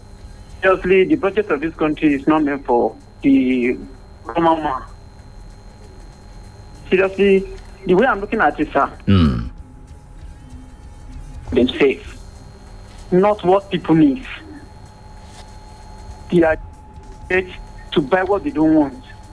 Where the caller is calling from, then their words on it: Nigeria; I'm calling from Apayawo Village, Akron Road.